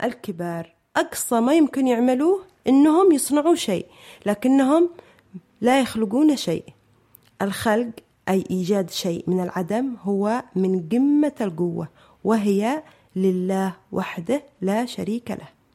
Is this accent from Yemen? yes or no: yes; Yemen; عندنا في اليمن لما احنا بنات